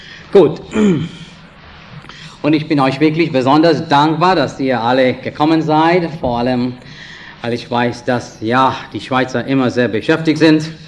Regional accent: India; German is a second language; now in Switzerland; ich bin Inder. Ich habe eine ganz andere Art von Sprechen. Andere Art von Leben, mehr oder weniger. Aber ich bin doch froh, Inder zu

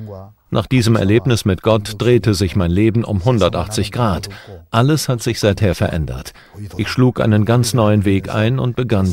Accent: North Gyeongsang, South Korea; Aber ich komme aus Südkorea. Ich bin in der nördlichen Provinz Gyeongsang geboren und auch aufgewachsen.

